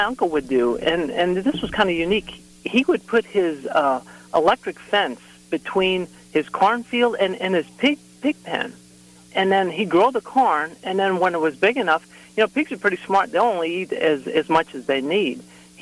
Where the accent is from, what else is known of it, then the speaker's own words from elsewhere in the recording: St. Louis, Missouri, United States; You know, I grew up in St. Louis, Missouri